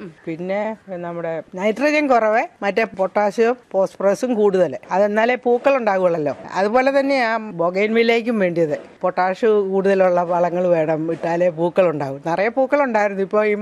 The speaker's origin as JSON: {"language": "Malayalam", "town": "Changanassery", "region": "Kerala", "country": "India", "said": "Changanassery."}